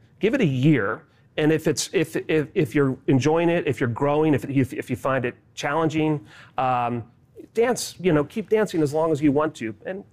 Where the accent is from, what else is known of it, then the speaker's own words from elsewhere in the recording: New Jersey, United States; also born or lived in Philadelphia; I was born in Philadelphia, never actually lived in Philadelphia, but it was the nearest hospital to southern New Jersey, where I partly grew up.